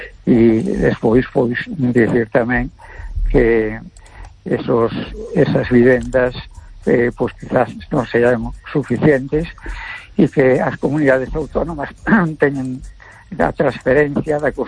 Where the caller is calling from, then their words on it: A Coruña, Galicia, Spain; de Coruña.